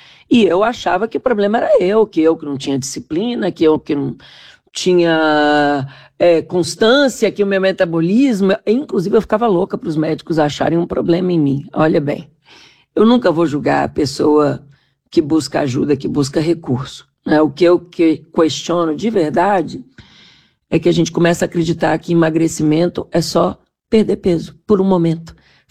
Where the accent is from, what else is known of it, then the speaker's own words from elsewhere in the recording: Minas Gerais, Brazil; Eu sou mineira